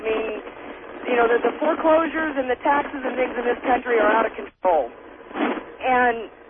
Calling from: Oregon, United States; I'm calling you from Eastern Oregon.

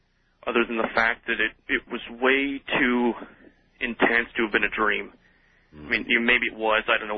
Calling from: Iowa, United States; I'm calling from Central Iowa.

